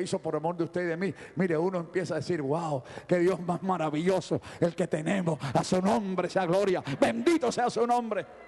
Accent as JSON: {"language": "Spanish", "country": "Lebanon", "moved": "yes", "said": "yo hace 40 años que tomé de esa agua. Cuando vine del Líbano para acá buscando un montón de cosas."}